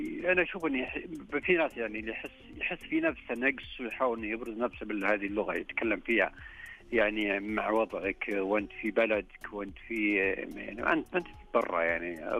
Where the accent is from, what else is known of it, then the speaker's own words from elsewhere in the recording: Saudi Arabia; يعني حنا قرويين صراحة، جينا من ديرتنا جايين للرياض ودخلنا أحد الأسواق